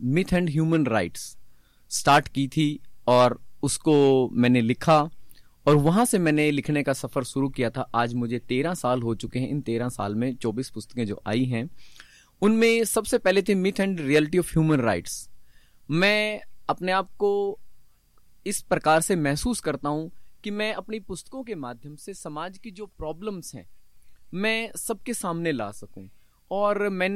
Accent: Ambala district, Haryana, India; मैं अंबाला के नियर गांव लंढा जो अंबाला डिस्ट्रिक्ट में ही है वहां पे जन्म हुआ और मेरी स्कूलिंग मेरे गांव में ही 10th का स्कूल है वहां से हुई है। उसके बाद मेरी plus two Shahabad DAV school से हुई है

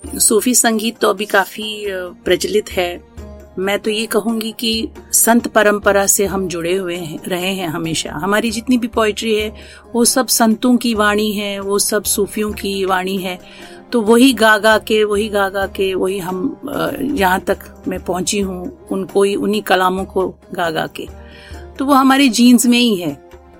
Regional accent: Jammu and Kashmir, India; first language Kashmiri; Hindi is a second language; ये मेरी भाग्य की बात है कि मैं कश्मीर से जुड़ी हूँ, मैं कश्मीरी हूँ

